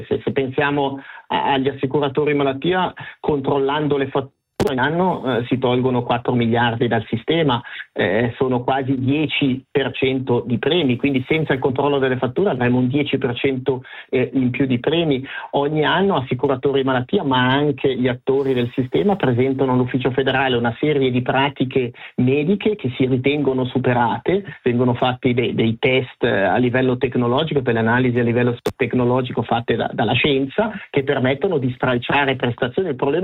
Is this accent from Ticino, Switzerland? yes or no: yes; Ticino, Switzerland; Io ho il privilegio di essere chiamato come ticinese spesso a riferire di una dinamica per cui tutta la Svizzera ci invidia. In Ticino, quando abbiamo un problema cardiaco, nessuno si pone la domanda